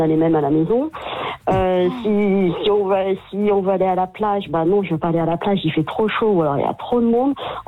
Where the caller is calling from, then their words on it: Saint-Étienne, Auvergne-Rhône-Alpes, France; À Saint-Etienne.